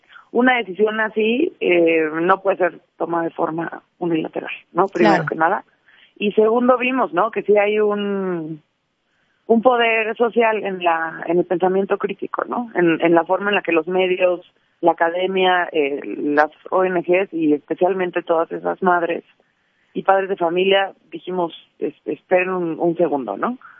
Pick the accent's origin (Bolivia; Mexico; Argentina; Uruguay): Mexico; la mayoría de las familias mexicanas hacemos nuestra vida cotidiana alrededor del calendario escolar.